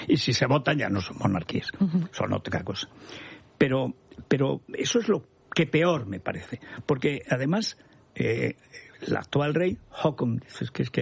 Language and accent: Spanish; Teruel, Aragon, Spain; Y yo, que eso no soy nada noruego, porque en Teruel somos pocos noruegos